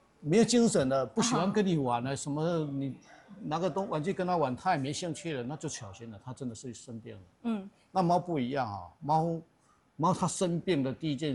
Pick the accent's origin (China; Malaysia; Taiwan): China; Shanxi; 把我们的山西的文化、面食文化更深耕